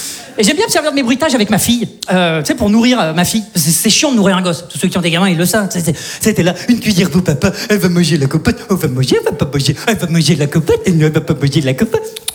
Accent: Saint-Étienne, Auvergne-Rhône-Alpes, France

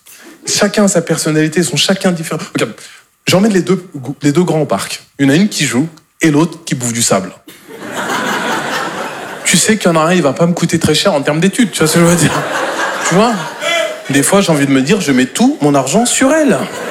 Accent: Normandy, France

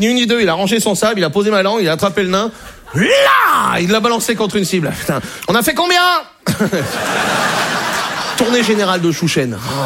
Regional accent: Brittany, France; Je suis breton. Moi, j'ai été accepté en Bretagne.

